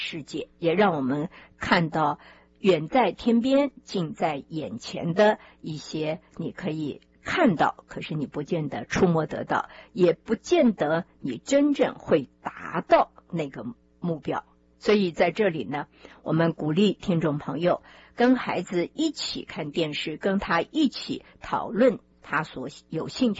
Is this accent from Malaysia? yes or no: no; Taiwan; moved away as an adult; now in United States; 我的父母出生在中国大陆，可是在49年他们逃亡到台湾，然后才有了我，然后我在长大之后才到美国来留学。